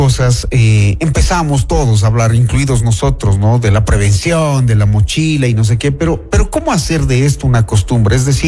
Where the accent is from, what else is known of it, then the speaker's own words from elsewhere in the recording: Ecuador; nosotros como ecuatorianos